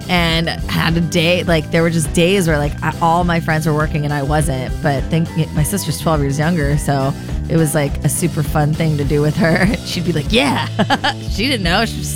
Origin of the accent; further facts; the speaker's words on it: Santa Barbara, California, United States; growing up in Santa Barbara